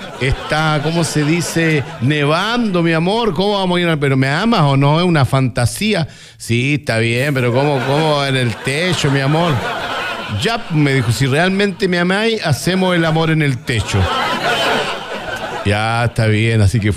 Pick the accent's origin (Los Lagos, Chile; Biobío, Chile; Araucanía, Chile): Araucanía, Chile; Angol; Somos de Kidangol